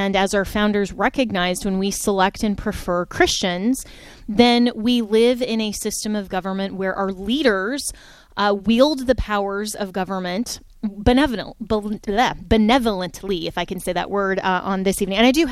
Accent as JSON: {"language": "English", "region": "Florida", "country": "United States", "said": "Well, I think that perhaps my home state, the Free State of Florida, has been doing that well compared to perhaps California or New York"}